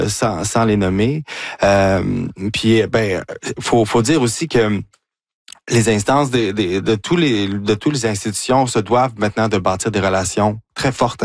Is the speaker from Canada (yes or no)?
yes; Chicoutimi, Quebec, Canada; born there; Je suis né à Chicoutimi, moi.